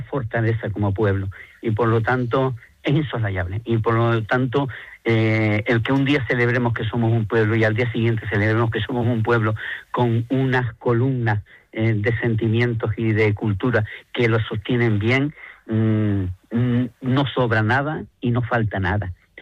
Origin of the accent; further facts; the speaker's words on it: Canary Islands, Spain; celebrar que somos canarios, celebrar que somos gran canarios